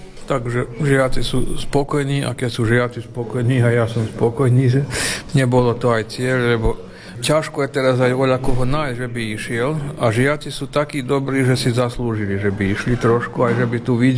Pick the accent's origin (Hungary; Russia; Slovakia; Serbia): Serbia; first language Slovak; ja sa cítim Slovák, aj čo žijem v Srbsku, ani neviem, ako by som sa inak cítil, to je môj materinský jazyk.